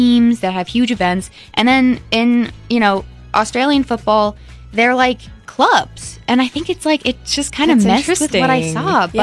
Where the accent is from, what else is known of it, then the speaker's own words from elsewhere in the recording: United States; as an American